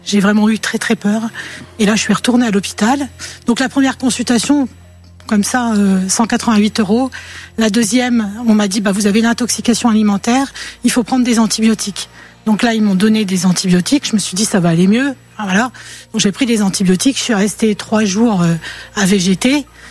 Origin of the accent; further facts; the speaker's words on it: Hauts-de-France, France; Oui, ouais, j'étais du Pas-de-Calais, moi.